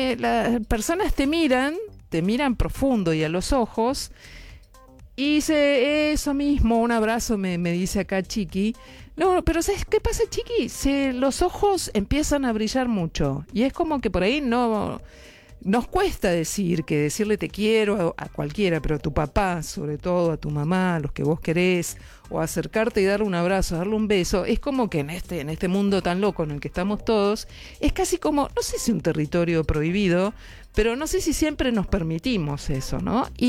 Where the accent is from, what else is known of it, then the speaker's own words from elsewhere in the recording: Monte Grande, Buenos Aires Province, Argentina; Yo nací acá en Capital, pero me crié en Monte Grande.